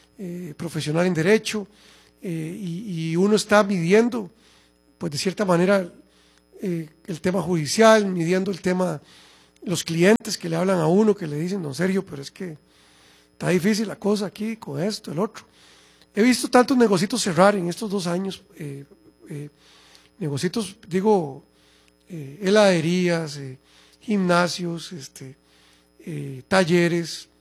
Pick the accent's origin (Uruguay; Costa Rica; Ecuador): Costa Rica; Yo estoy muy preocupado como ciudadano costarricense sobre lo que pueda pasar en Costa Rica en el 2030.